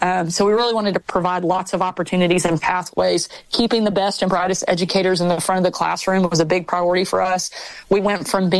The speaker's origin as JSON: {"language": "English", "region": "Arkansas", "country": "United States", "tie": "born or raised there"}